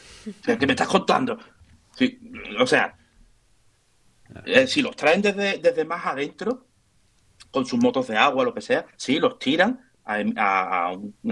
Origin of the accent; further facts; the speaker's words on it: Ceuta, Spain; Ya no como ceutí